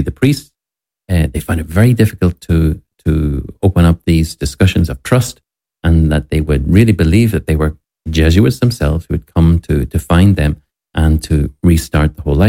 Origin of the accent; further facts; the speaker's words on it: Ireland; that an Irish nun simply could not believe afterwards that I was actually from the same country as her.